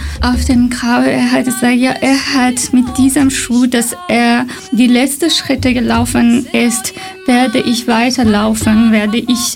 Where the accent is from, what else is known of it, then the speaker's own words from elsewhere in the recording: Iran; moved away; nicht nur als Iraner